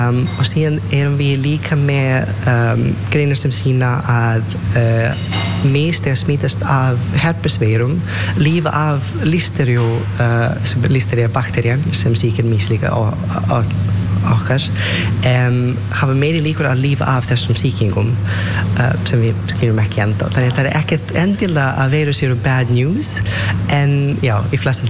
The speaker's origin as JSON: {"language": "Icelandic", "country": "Serbia", "tie": "born or raised there", "second_language": "Icelandic", "moved": "as an adult", "lives_now": "Iceland", "said": "Ég ást upp í Serbíu og ég byrjaði þar í læknisfræði í 2000 ég man ekki 13 eitthvað svo leis en svo bara ákveði ég að mér langar ekki að búa í Serbíu lengur, mér langar að flytja til Íslands"}